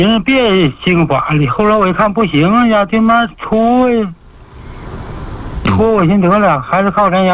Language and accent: Chinese; China; now in Shenzhen, China; 我现在我搁深圳住10多年了，我老家是西河的。